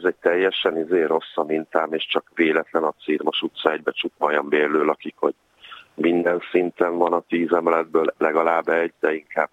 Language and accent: Hungarian; Budapest, Hungary; többször jártam azon a budapesti lakótelepen, ahol én fölnőttem